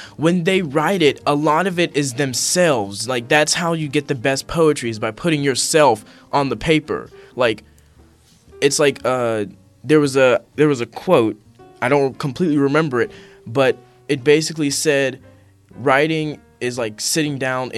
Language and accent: English; Wilkinsburg, Pennsylvania, United States; I'm from Wilkinsburg, too.